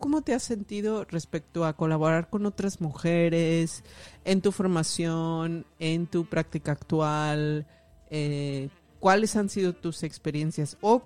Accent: Mexico; moved away; ¿de dónde eres? Hija, de México.

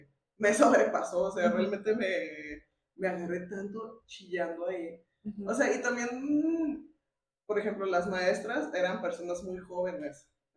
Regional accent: Lagos de Moreno, Jalisco, Mexico; y estaba creciendo en Lagos de Moreno.

